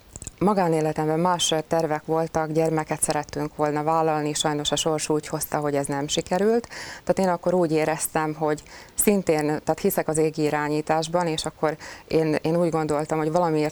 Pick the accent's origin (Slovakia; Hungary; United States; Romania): Slovakia; Kicsind, Nitra Region; also born or lived in Nové Zámky (Érsekújvár) / Štúrovo (Párkány) / Czech Republic; ebedi születésű, szintén Párkány mellett található község. 5 éves koromban kerültem tulajdonképpen Kicsindre, ugyanis akkor költöztünk át anyai nagymamámhoz. És tehát 5 éves koromtól Kicsinden élek.